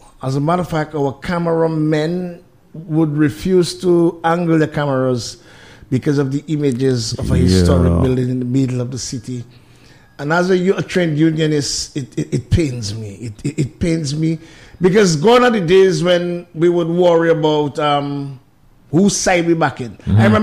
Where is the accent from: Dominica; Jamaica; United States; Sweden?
Dominica; Portsmouth; also born or lived in Roseau, Dominica; I was really from Port of Silver